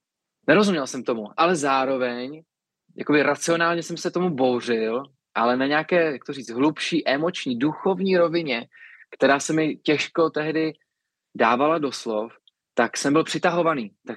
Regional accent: Strakonice, South Bohemian Region, Czechia; Tím, že jsem ze Strakonická, Hoštice máme za rohem, tak tohle byl jako jasný obraz, jak to asi vypadá v církvi.

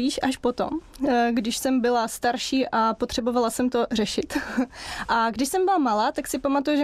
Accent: Slovakia; Já mám 4 ségry a vždycky jsme dělali sobotné upratování, my jsme Slováci.

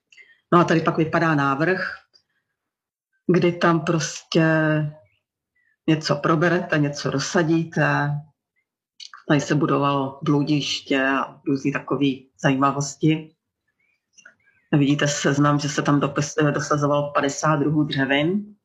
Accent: Prague, Czechia; moved away; rodilý Pražák se odstal na vesnici a stal se kolejákem.

